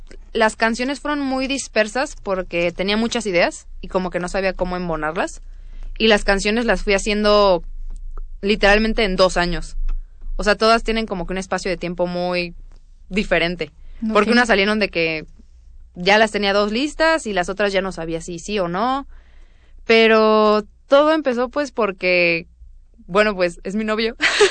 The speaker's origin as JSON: {"language": "Spanish", "region": "Yucatán", "country": "Mexico", "also_born_or_lived": "Querétaro", "lives_now": "Mexico City, Mexico", "said": "Y fue hasta que me mudé aquí a Ciudad de México, porque vengo de Querétaro, pero soy yucateca."}